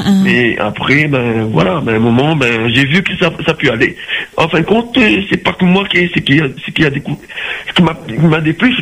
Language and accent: French; Madagascar; born there; moved away; On va faire un petit tour de mon pays natal, Madagascar.